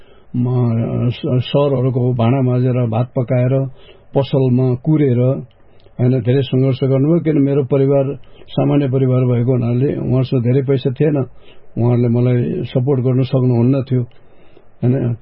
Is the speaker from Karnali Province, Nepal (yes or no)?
yes; Jajarkot, Karnali Province, Nepal; now in Lalitpur, Nepal; मेरो घर जाजरकोट हो, पहिलाको घर, अहिले म ललितपुर बागडोलमा बस्छु, म र मेरो परिवार, पेसाले इन्जिनियर।